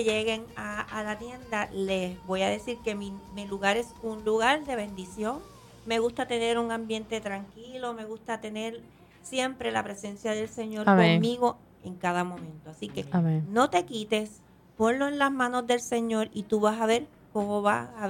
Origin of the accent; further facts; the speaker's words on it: Las Marías, Puerto Rico; hay algo que yo traigo intrínseco de mi pueblo de Las Marías, porque yo soy del área oeste, es que a mí me encanta hacer café.